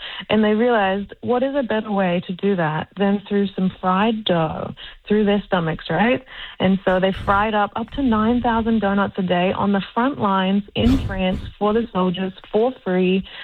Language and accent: English; Australia; now in Boston, United States; I'm from Australia originally, so I can say water here in Boston, and people know what I'm talking about.